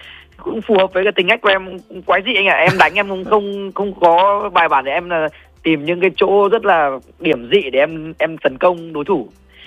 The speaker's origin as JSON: {"language": "Vietnamese", "town": "Chiêu Khúc", "region": "Hanoi", "country": "Vietnam", "tie": "born or raised there", "said": "lần đầu tiên đó chính là quê hương em cũng là cái nôi sinh ra bá vật cổ truyền"}